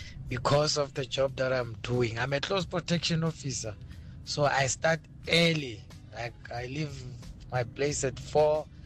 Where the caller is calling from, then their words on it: South Africa; Here in South Africa, you can't drive a Fortuner without owning a firearm.